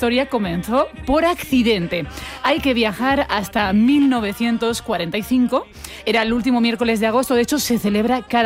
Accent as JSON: {"language": "Spanish", "town": "Gandia", "region": "Valencian Community", "country": "Spain"}